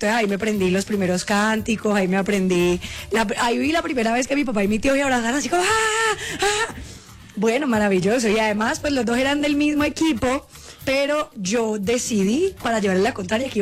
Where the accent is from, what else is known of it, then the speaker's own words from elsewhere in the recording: Cali, Valle del Cauca, Colombia; Bueno, nos vamos para Cali, porque yo soy caleña.